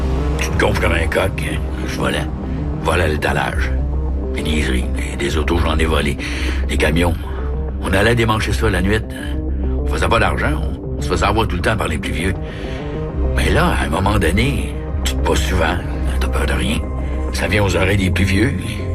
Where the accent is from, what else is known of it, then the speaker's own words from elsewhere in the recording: Quebec City, Quebec, Canada; Je suis pas venu au monde croche, tabarnak. J'ai été élevé à Saint-Roch, j'étais à Limoilou, il y avait rien.